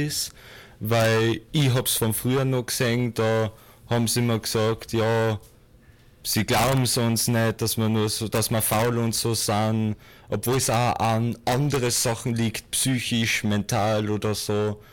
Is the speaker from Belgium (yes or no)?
no; Mondsee, Upper Austria, Austria; Ich komme zum Beispiel aus Monsee und ich müsste dann wieder extra dafür zahlen, dass ich dann zu mir heimkomme.